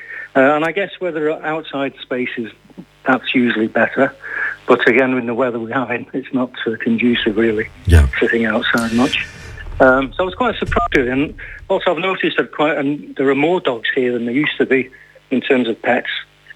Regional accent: Stockport, North West England, United Kingdom; From Stockport near Manchester.

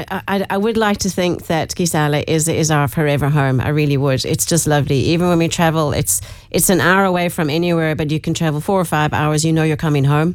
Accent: Dublin, Leinster, Ireland; moved away; also born or lived in South Africa / Botswana; I'm originally from Dublin. Lived in South Africa for a long time.

